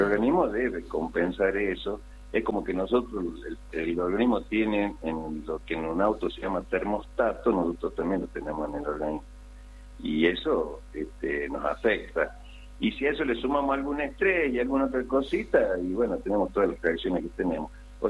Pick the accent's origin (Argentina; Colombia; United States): Argentina; Catamarca; born there; Los que somos nacidos en Catamarca, y no nos va a sorprender cómo es el clima, etcétera, etcétera, pues sabemos que hay un cambio.